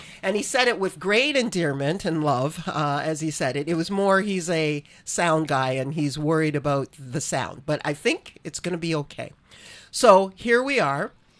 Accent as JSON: {"language": "English", "country": "Nigeria", "lives_now": "United States", "said": "As you all know, I'm Nigerian, Canadian, and American by way of residence here in the United States."}